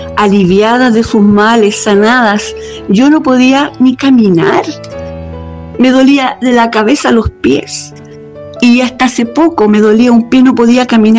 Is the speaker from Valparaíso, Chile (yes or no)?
yes; Viña del Mar, Valparaíso, Chile; De Viña del Mar.